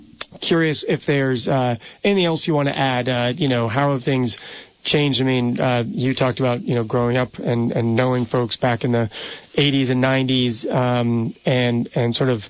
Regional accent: Brookline, Massachusetts, United States; growing up, I grew up outside of Boston in Brookline, so right across the river from Cambridge

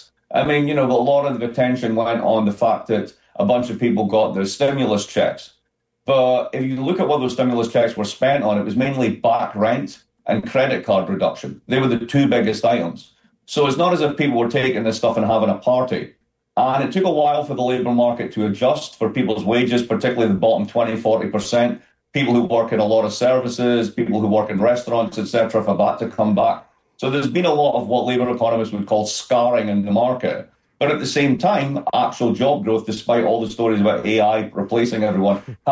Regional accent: Scotland, United Kingdom; now in Massachusetts, United States; You can probably hear my accent. I'm from Scotland.

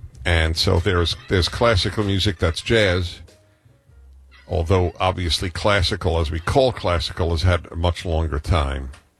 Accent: New York City, New York, United States; I grew up in New York City.

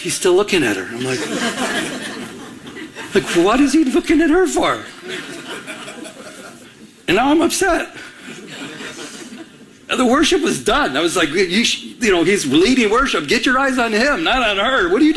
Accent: Michigan, United States; I'm from Michigan. I didn't know all these people.

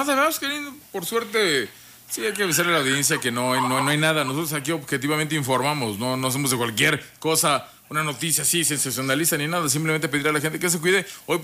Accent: Michoacán, Mexico; Somos michoacanos, orgullosamente michoacanos

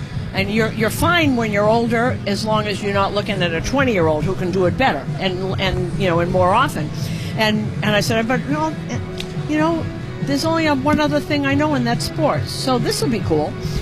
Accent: Boston, Massachusetts, United States; I grew up in the 50s. There were no girls on television talking. I grew up in Boston, obviously you can tell. In Boston, it was not a big deal.

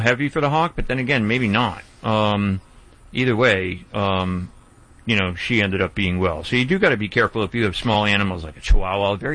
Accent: Pennsylvania, United States; Like when I grew up in Pennsylvania, way back when I grew up into a hunting family, and basically we had beagles.

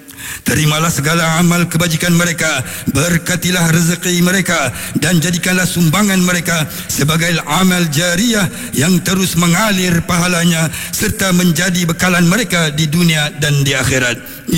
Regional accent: Penang, Malaysia; اللهم اجعل بلدنا ماليزيا خصوصا بولاية بلو بنان آمنا مطمئنا

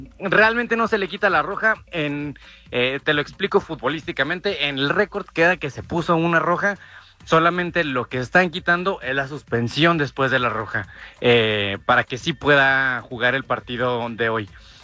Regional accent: Mexico; yo sé que aquí somos todos mexicanos

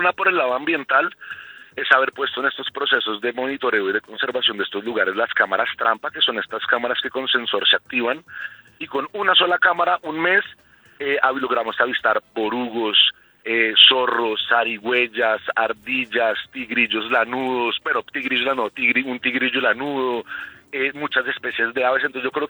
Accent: Bogotá, Colombia; podamos en verdad identificarnos como bogotanos, colombianos

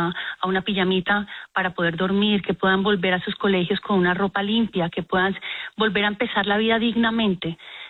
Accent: Colombia; y creo que como colombianos y desde el lugar donde estemos tenemos el deber de regalarles ese poquito de esperanza a aquellos que lo perdieron todo.

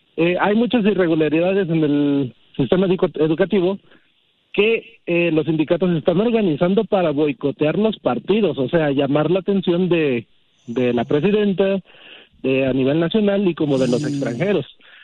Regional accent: United States; yo crecí en Estados Unidos y recuerdo que el Mundial lo veíamos

